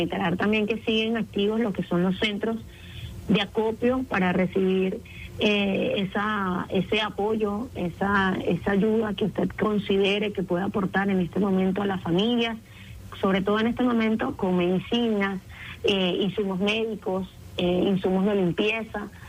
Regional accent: Venezuela; Como venezolanos y venezolanas

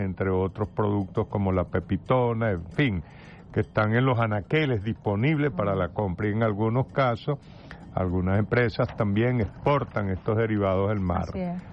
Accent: Guárico, Venezuela; como somos llaneros, en mi casa se consumía mucha carne bovina.

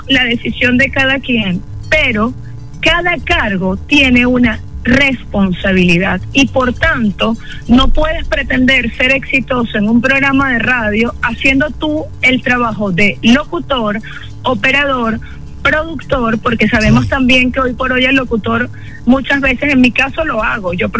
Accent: Cumaná, Sucre, Venezuela; Que como yo vengo de Cumaná, que yo, acuérdate que yo tengo un año acá en la isla desde a mi regreso, porque bueno, ya yo había vivido acá antes

